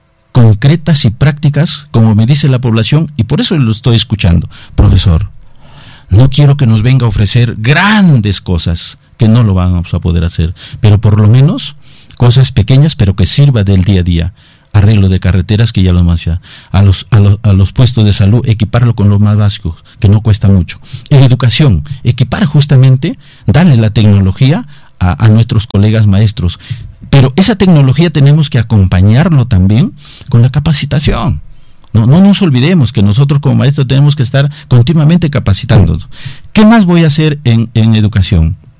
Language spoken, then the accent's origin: Spanish; Usquil, La Libertad, Peru; mi pueblo de Usquil